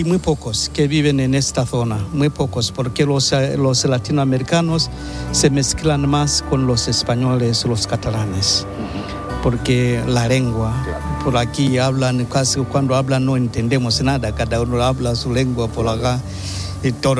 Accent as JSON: {"language": "Spanish", "region": "Njombe", "country": "Tanzania", "moved": "as an adult", "lives_now": "Barcelona, Spain", "said": "Soy de Tanzania, de la diócesis de Njombe, entre la orden San Agustín desde el año 1981. Me profesé como agustino el año 1989."}